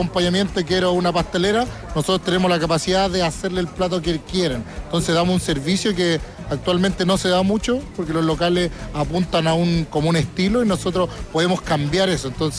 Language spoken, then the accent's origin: Spanish; Santiago, Santiago Metropolitan Region, Chile; now in Curicó, Chile; A lo mejor en Santiago, yo soy de Santiago, llevo 10 años viviendo aquí en Curicó, no está.